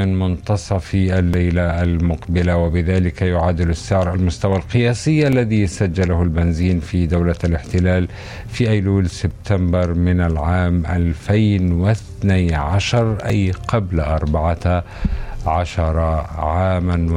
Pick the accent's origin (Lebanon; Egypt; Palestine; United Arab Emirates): Palestine; على الأسواق التابعة لدينا كفلسطينيين؟